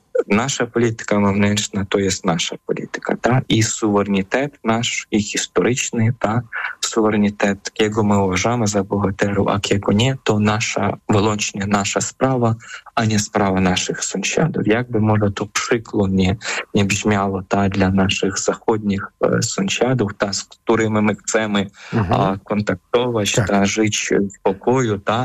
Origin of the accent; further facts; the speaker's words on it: Ukraine; Polish is a second language; No chyba, że jesteśmy Ukraińcami, że Ukrainiec to super